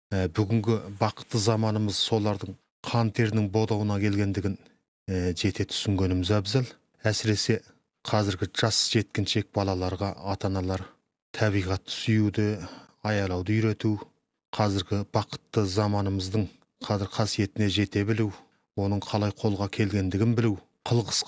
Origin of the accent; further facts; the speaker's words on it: China; Барлығымыз жұңқа азаматымыз, жұңқаның ұланымыз